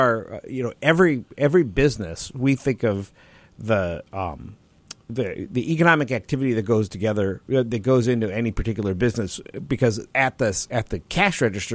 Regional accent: Los Angeles, California, United States; As a kid, I grew up in Los Angeles.

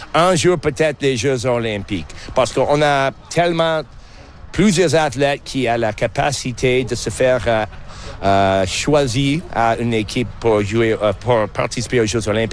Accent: Ontario, Canada; Et d'habitude, chez nous, en Ontario, on est souvent très, très dur avec eux.

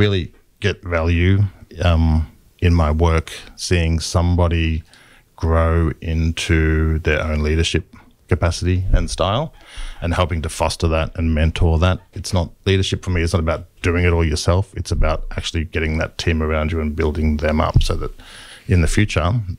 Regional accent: Melbourne, Victoria, Australia; I grew up in Melbourne, but in the eastern suburbs, and a lot of my extended family are from the country.

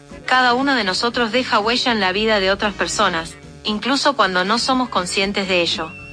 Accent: Argentina; now in Mexico; la argentina más mexicana.

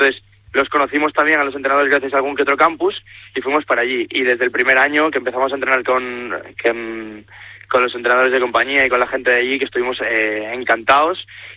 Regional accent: Galicia, Spain; now in Catalonia, Spain

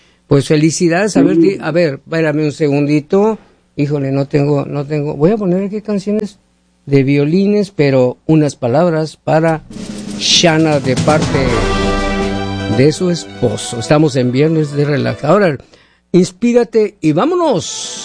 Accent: Mexico; now in United States; esa actitud que tenemos como mexicano

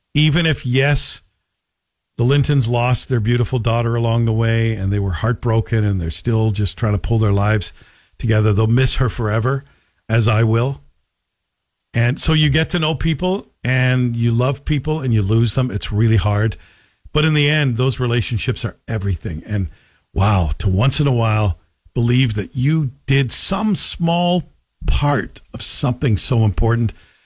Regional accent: Canada; And it's not inexpensive as a Canadian to cross the border even just a short ways and spend your money in American dollars.

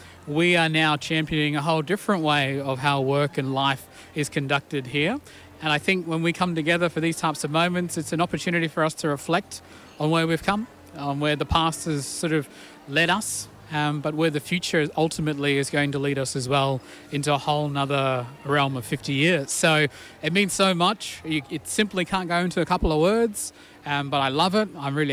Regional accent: Ceduna, South Australia, Australia; now in Adelaide, Australia; So I'm not from Adelaide, I'm from Sejuna. So I grew up camping 24/7, basically every weekend with my family as a young boy.

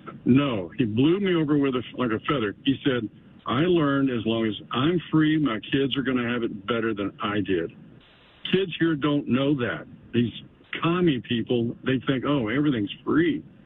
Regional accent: Waco, Texas, United States; I grew up in Waco, Texas, failed my senior year, had to go back.

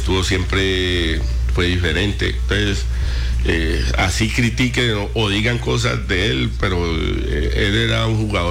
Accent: Cali, Valle del Cauca, Colombia; de aquí de Cali

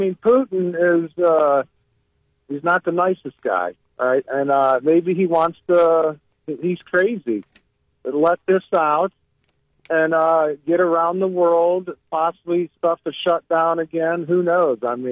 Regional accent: Ohio, United States; I grew up in Lake Erie.

